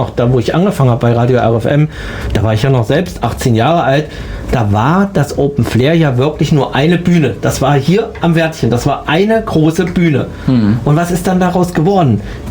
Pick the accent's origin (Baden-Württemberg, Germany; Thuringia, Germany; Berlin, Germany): Thuringia, Germany; Also ich bin ja Eichsfelder und komme ja aus, wie ihr, aus dem Unstrut-Heinig-Kreis.